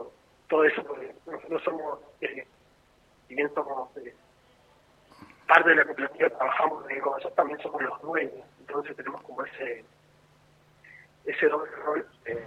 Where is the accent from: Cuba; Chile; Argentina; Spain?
Argentina; Buenos Aires Province; somos de acá, de Buenos Aires, de la región, pero sí, somos desparramaditos acá cerquita, por lo menos.